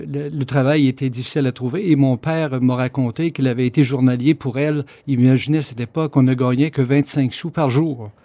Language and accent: French; Saint-Damien, Quebec, Canada; Je suis natif, moi, de Saint-Damien, dans le beau comté de Bellechasse. C'est un pays de montagne, hein